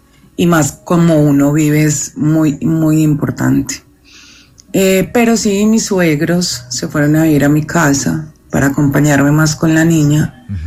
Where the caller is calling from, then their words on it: Medellín, Antioquia, Colombia; soy de Medellín.